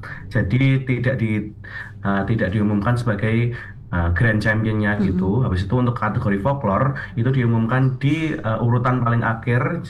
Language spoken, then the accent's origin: Indonesian; Klaten, Central Java, Indonesia; moved away as an adult; now in Surakarta, Indonesia; saya tinggalnya atau sebenarnya saya asli Klaten, tapi saya baru kuliah di Solo.